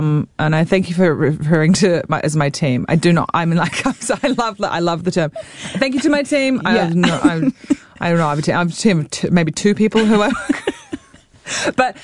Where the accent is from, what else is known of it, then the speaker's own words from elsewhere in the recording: New Zealand; moved away; still am a Kiwi novelty.